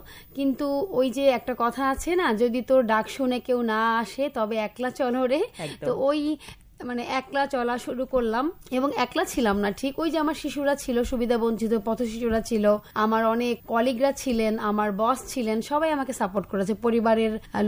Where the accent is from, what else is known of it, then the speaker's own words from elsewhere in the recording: Rajshahi, Rajshahi Division, Bangladesh; যেহেতু আমি রাজশাহীতে বড় হয়েছি, বলতে গেলে গ্রামই, রাজশাহীতে বড় হয়েছি